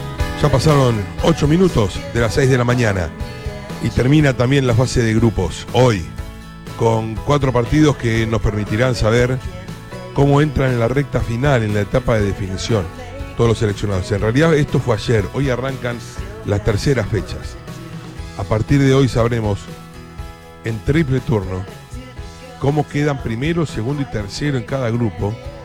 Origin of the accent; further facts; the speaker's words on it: Argentina; Los 24 de junio para los argentinos no hay manera de que nos alcance para expresar todo lo que sentimos.